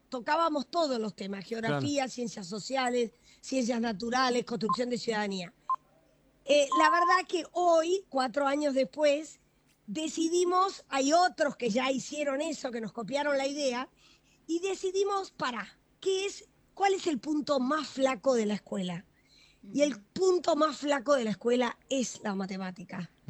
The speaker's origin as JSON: {"language": "Spanish", "country": "Argentina", "said": "estoy feliz de que somos argentinos y todo lo que tenemos los argentinos."}